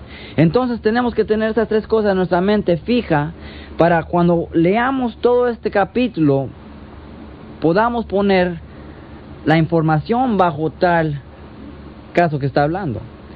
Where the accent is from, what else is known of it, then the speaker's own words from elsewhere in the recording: United States; ahorita mismo estamos aquí en paz y nosotros como americanos tenemos la libertad de hacer lo que sea.